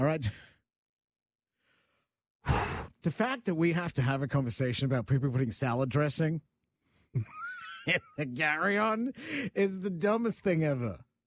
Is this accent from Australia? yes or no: yes; Australia; now in Canada; Now, look, when I go back to Australia, I'm a Canadian now, but when I go back to Australia, there is a list of things that have to come back with me to North America